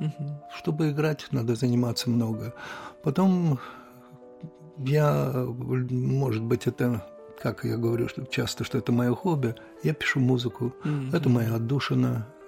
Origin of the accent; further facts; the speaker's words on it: Karaganda, Karaganda Region, Kazakhstan; born there; Если говорить вот о том, как я родился в Караганде, конечно, я не помню день своего рождения, когда я родился, что появился.